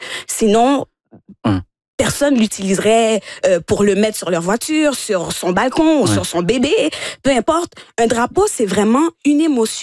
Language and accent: French; Longueuil, Quebec, Canada; also born or lived in Montreal; Je suis de Longueuil. Donc